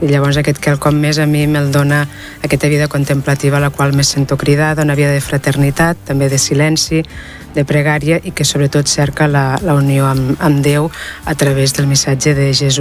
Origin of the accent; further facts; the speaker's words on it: Reus, Catalonia, Spain; jo soc de Reus.